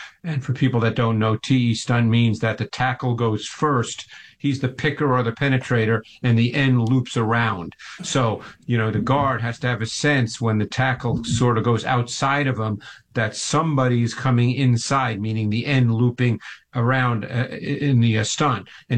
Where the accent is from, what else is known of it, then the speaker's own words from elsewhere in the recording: Queens, New York, United States; Yeah, well, I grew up in Queens in New York